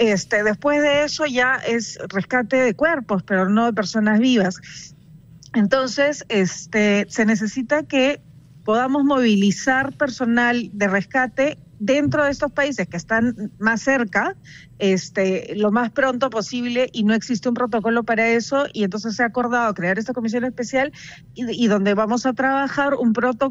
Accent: Peru; como peruanos compatriotas del Papa

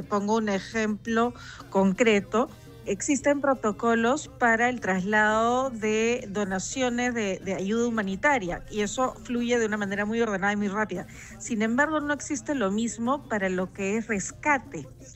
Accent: Peru; Esto para nosotros como peruanos

